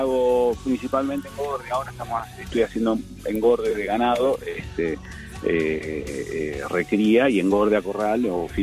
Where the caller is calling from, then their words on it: Avellaneda, Buenos Aires Province, Argentina; vivo en Avellaneda, sí. Y en la semana estoy en el campo trabajando